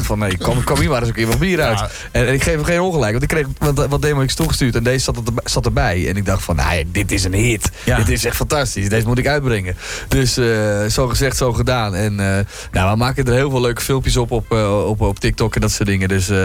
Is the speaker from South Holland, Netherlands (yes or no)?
no; Grootebroek, North Holland, Netherlands; stond vorig jaar in Grotebroek. Nou, daar heb ik op school gezeten. Dus dat is echt mijn omgeving waar ik opgegroeid ben.